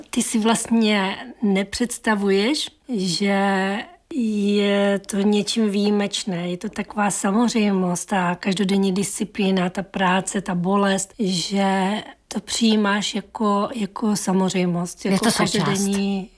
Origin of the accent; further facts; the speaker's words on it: Ostrava, Moravian-Silesian Region, Czechia; já jsem rodačka z Ostravy. Moje rodina je ze Lvova.